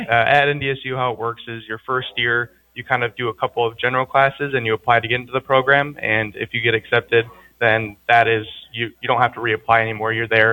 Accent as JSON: {"language": "English", "region": "Minnesota", "country": "United States", "moved": "as an adult", "lives_now": "Kildare, United States", "said": "I'm originally from Minnesota."}